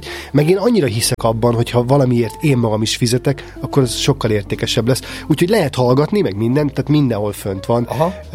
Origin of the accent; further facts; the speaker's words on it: Hungary; Pedig egy magyar gyerek vagyok.